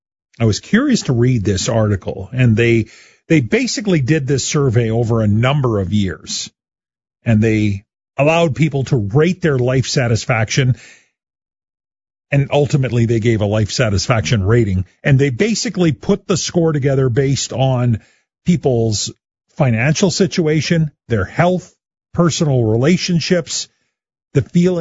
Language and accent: English; Saskatoon, Saskatchewan, Canada; I did love my early years growing up in Saskatoon in small town Sask.